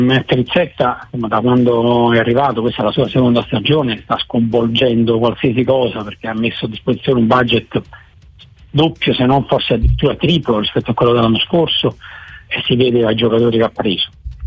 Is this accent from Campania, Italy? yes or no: yes; Naples, Campania, Italy; da napoletani dobbiamo dirlo